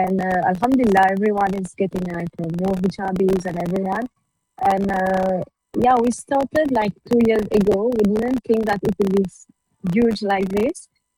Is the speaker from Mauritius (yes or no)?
yes; Mauritius; I'm from Mauritius and I created the brand Abaya by Zoya because we wanted modesty to be together with femininity and confidence. And we came from Mauritius and I wanted to represent Mauritius on an international platform.